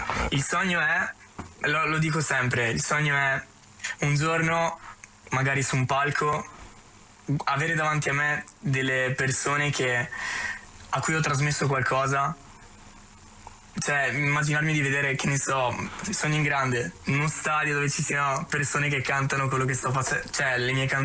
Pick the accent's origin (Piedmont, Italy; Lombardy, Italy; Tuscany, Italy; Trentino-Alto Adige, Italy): Trentino-Alto Adige, Italy; Trento; also born or lived in Apulia